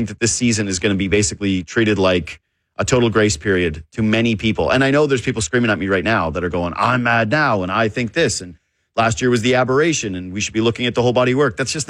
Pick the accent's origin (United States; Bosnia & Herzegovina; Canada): Canada; Whitehorse, Yukon; I'm from Whitehorse, born and raised. I'm a Porter Creek kid.